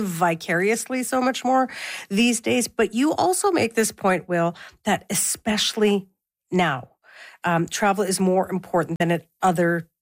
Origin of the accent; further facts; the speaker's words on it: Saskatoon, Saskatchewan, Canada; Okay, I'm going to clear something up for you in case you go to Saskatoon, my hometown.